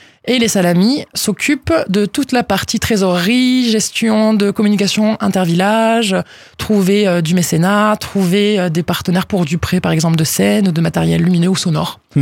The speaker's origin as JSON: {"language": "French", "town": "Salles-sur-Garonne", "region": "Occitanie", "country": "France", "tie": "born or raised there", "said": "moi je suis toulousaine, mais j'ai grandi à Salles-sur-Garonne"}